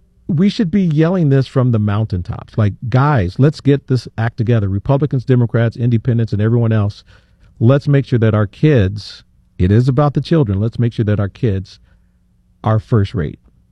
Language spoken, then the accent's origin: English; Johnston, Iowa, United States; In Johnston, my hometown, we moved to phonics, restored phonics